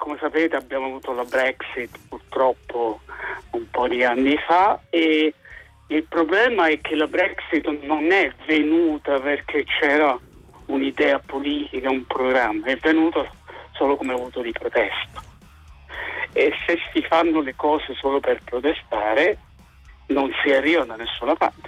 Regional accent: Rome, Lazio, Italy; Poi, come romano, ovviamente la Roma è la squadra, perché la Lazio è un po' vaga come concetto.

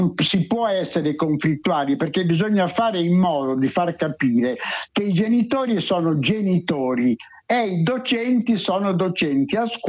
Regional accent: Perdasdefogu, Sardinia, Italy; noi stiamo vivendo nel mio paese, che è il paese noto per i centenari

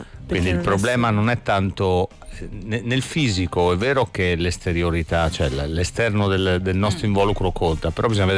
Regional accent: Japan; Da giapponese che sono

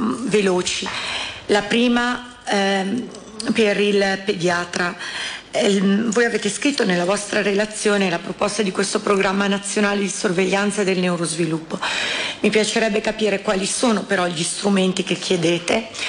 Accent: Lombardy, Italy; io sono lombarda

